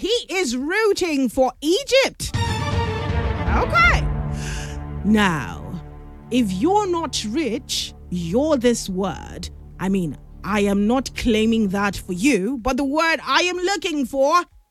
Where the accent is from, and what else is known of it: Nigeria